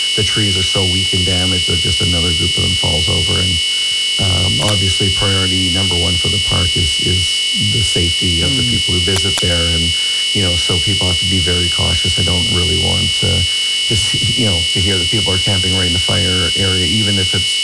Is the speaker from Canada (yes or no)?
yes; Thunder Bay, Ontario, Canada; I grew up in Thunder Bay my whole life